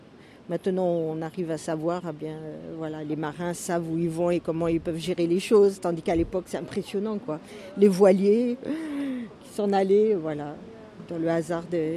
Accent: Le Mans, Pays de la Loire, France; Quand j'étais enfant, j'habitais au Mans et donc, avec mes parents, on venait visiter un petit peu.

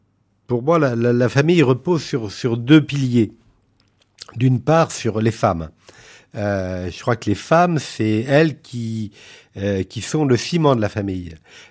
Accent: Brittany, France; born there; now in Vendée, France; Oui, je suis breton, effectivement, je suis né en Bretagne, la famille de ma mère était Bretagne depuis de nombreuses générations

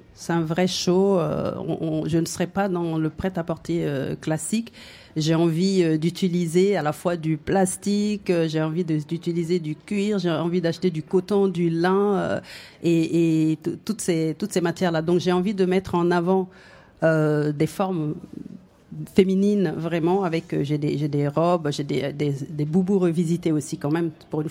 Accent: Paris, Île-de-France, France; Moi, je viens de Paris, donc on a fait le déplacement jusqu'à Angoulême pour faire un show

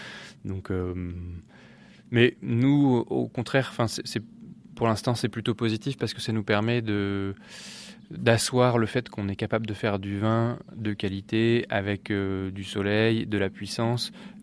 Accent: Normandy, France; je suis normand.

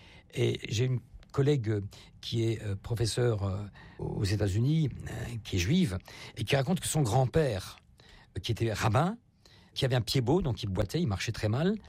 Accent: Strasbourg, Grand Est, France; bon, je suis strasbourgeois, donc en Alsace, nous avons le seul camp de concentration qui a été construit en France

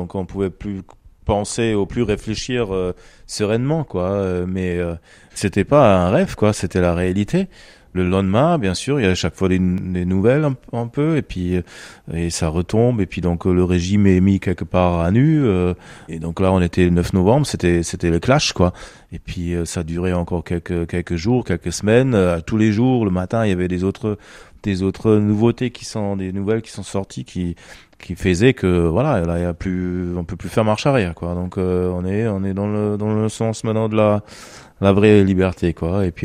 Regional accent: Germany; French is a second language; Bah comme on habite pas loin de Berlin, en tant que bon allemand

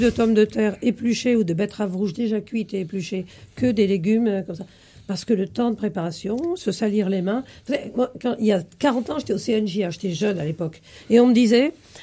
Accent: France; Parce qu'on est des Français qui consomment des jambons

